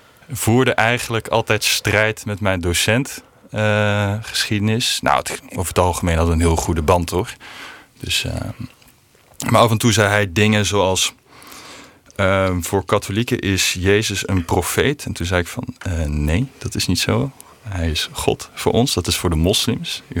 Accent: Belgium; moved away as an adult; now in Netherlands; Ik ben opgegroeid in België. Mijn ouders zijn wel Nederlands, dus dat maakt me een soort van Neder-Belg. Ik ben later gaan studeren in Nederland.

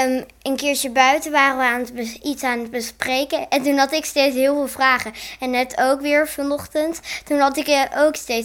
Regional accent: Utrecht, Netherlands; born there; also born or lived in Houten; Ik ben geboren in Utrecht en dan ben ik nog in Houten gewoond en toen ben ik naar Drieberg verhuisd.

